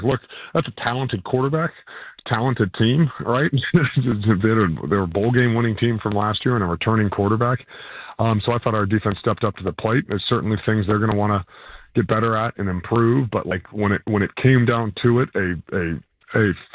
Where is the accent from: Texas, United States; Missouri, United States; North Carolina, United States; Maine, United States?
Texas, United States; Houston; moved away as an adult; Like the hyphy movement, I was a kid from Houston, Texas. I had no idea what Bay Area